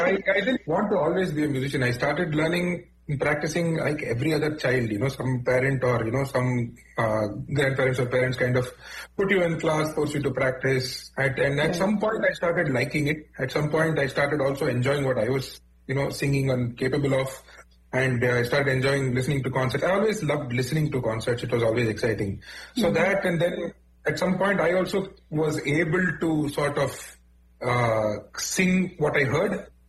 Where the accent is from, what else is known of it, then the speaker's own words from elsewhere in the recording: Mumbai, Maharashtra, India; now in Chennai, India; I grew up and I was born and raised in Mumbai.